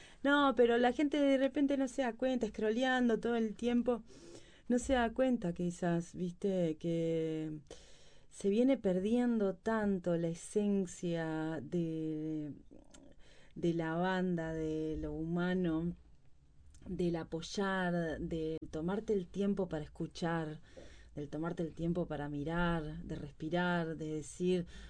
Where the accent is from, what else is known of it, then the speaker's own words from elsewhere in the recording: Canelones, Uruguay; músicos uruguayos que venimos de la Costa de Oro